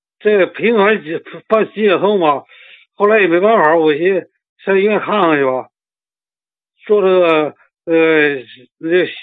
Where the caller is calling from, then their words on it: Beijing, China; 我是北京朝阳区的一个患者吧，